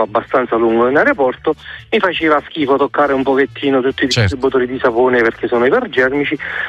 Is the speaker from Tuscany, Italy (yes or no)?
no; Naples, Campania, Italy; ha visto che io sono napoletano e sono stato uno dei pochi che non si è fottuto